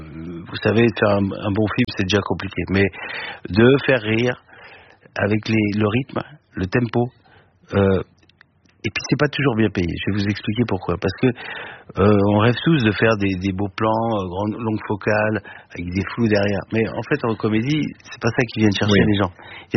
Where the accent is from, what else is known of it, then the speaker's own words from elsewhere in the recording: Île-de-France, France; notre banlieue où on a grandi, dans Val-de-Marne.